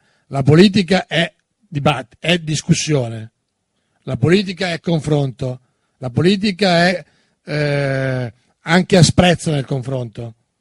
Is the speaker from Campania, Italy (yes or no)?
no; Lombardy, Italy; accent: strongly Lombard; il mio accento fortemente lombardo